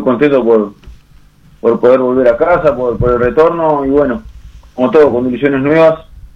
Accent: Uruguay; si bien soy un uruguayo, tengo mi familia ahí

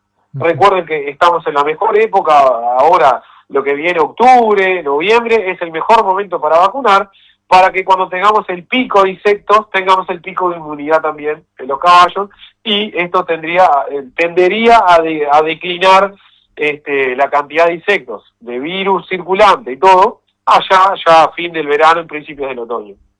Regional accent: Uruguay

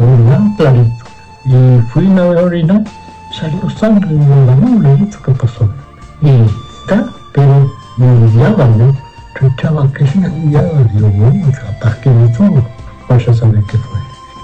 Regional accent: Melo, Cerro Largo, Uruguay; Soy aquí de Melo.

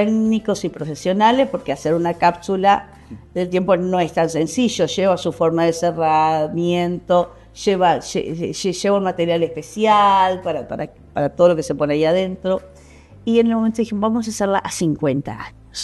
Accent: Canelones, Uruguay; todo lo que dice, claro, es lo que somos los canarios, lo que hacemos los canarios.

